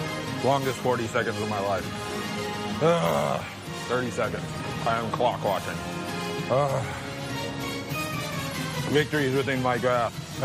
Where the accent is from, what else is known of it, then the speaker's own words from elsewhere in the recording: Houston, Texas, United States; Houston's my hometown, born and raised, and I wanted to bring something that the culture in Houston really, really demands. It's just part of being a Texan, is you gotta love it hot and spicy.